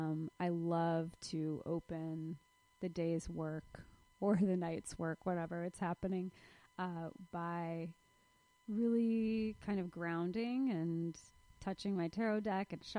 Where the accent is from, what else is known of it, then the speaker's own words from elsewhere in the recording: Florida, United States; being a young queer person who felt a little out of place and alienated growing up in Florida